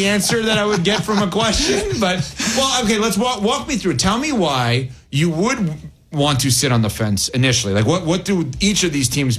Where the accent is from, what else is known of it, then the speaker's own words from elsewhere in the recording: United States; as an American